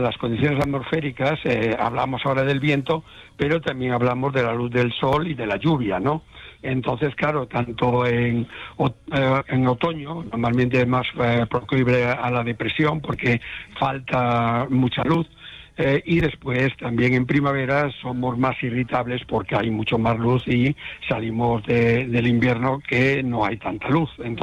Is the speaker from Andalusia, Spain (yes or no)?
no; Galicia, Spain; Como buen gallego voy all